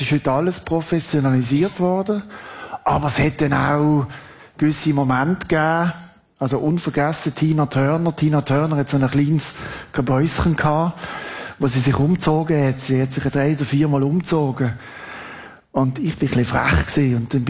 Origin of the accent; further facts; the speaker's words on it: Basel, Basel-Stadt, Switzerland; Und dann, ihr gehört, ich bin in Basel aufgewachsen. Dort sind die grossen Rockshows im Jockeli-Stadion, oder?